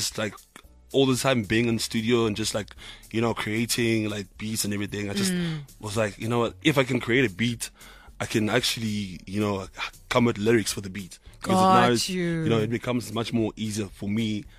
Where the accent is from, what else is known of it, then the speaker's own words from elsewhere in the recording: Johannesburg, Gauteng, South Africa; So I'm from Soweto, actually.